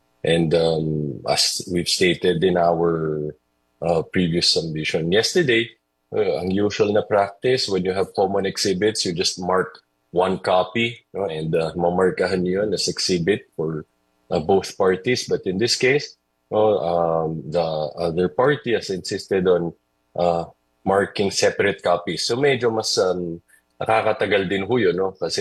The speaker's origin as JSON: {"language": "Tagalog", "region": "Central Luzon", "country": "Philippines", "said": "Hindi ho. Sa Pampanga side ho tayo."}